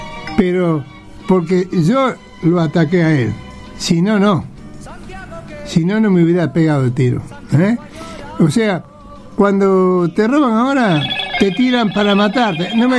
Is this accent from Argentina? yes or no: yes; Buenos Aires, Argentina; born there; nací en Pompeya, soldate, Tabaré al 2300.